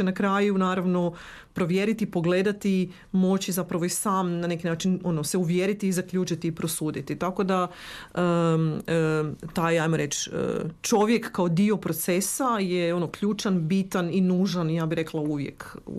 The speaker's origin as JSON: {"language": "Croatian", "country": "Croatia"}